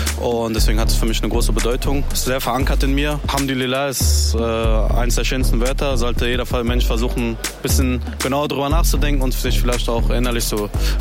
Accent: Essen, North Rhine-Westphalia, Germany; ich bin 24 Jahre alt, ich komme aus Essen und meine gebürtigen Wurzeln kommen aus Afghanistan.

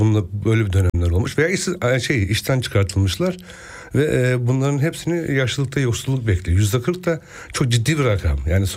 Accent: Germany; ben burada meslek eğitimi yaptım, burada yetiştim.

